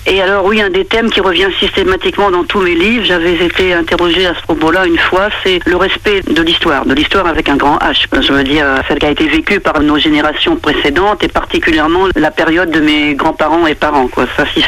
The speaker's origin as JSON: {"language": "French", "town": "Pont-d'Ouilly", "region": "Normandy", "country": "France", "tie": "born or raised there", "said": "j'y suis née et que j'ai un attachement très fort à la Suisse normande, hein. Je suis née à Pontdouilly, donc en plein milieu de la Suisse normande."}